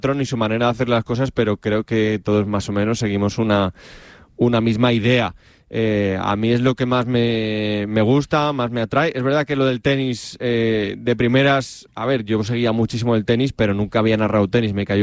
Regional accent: Villanueva de la Cañada, Community of Madrid, Spain; básicamente mi pueblo es lo que es, que eso, bueno, es Villanueva de la Cañada, que está pues a una media hora en coche más o menos del centro de Madrid.

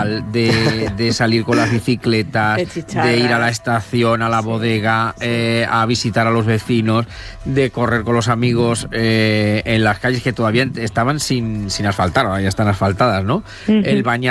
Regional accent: Fernán Caballero, Castilla-La Mancha, Spain; Almagro, por ejemplo, era el pueblo de mi padre y también tengo mucha vinculación, claro, con él, pero mi pueblo es Fernán Caballero porque mis padres, con el 70, yo nací en el 76, pues en el 75 se fueron a Fernán Caballero, que está a 15 kilómetros de Ciudad Real

